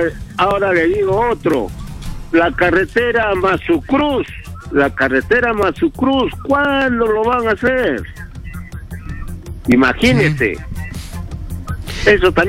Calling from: Juliaca, Puno, Peru; estamos viendo aquí en Puno muy mal, en Juliaca.

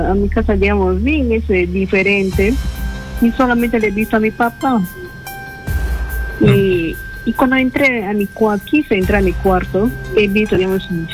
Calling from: Quito, Pichincha, Ecuador; de Quitos

